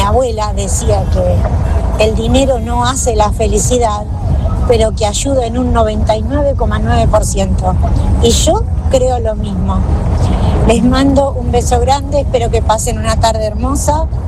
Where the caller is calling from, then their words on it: Junín, Buenos Aires Province, Argentina; Soy de Junín.